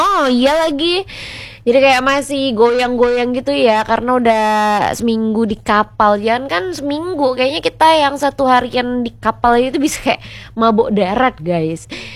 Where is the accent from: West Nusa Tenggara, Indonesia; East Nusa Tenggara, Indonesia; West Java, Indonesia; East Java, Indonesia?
East Nusa Tenggara, Indonesia; Jadi waktu itu rutenya aku pergi ke kampung aku yang ada di NTT.